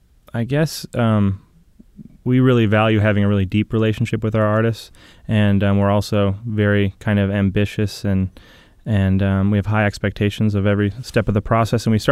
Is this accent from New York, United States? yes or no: no; Fargo, North Dakota, United States; But, Ben and I growing up, you know, in Fargo, just south of the Canadian border